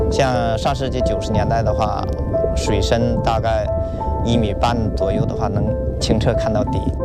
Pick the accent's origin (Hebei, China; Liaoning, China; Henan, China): Hebei, China; Tangshan; moved away as an adult; now in Beihai, China; 我老家河北唐山，然后在南方读大学，就留在南方。94年毕业，到现在包头包围28年呗。